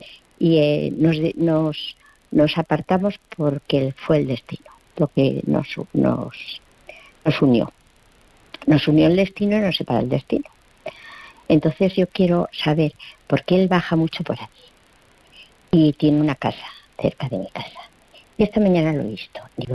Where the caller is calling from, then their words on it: Cuenca, Castilla-La Mancha, Spain; yo vivo en Cuenca.